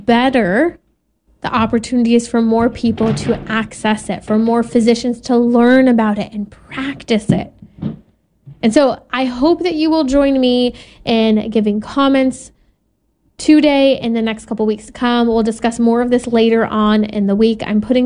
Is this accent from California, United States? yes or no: yes; California, United States; Other states, such as my home state of California, being called an abortion safe haven or sanctuary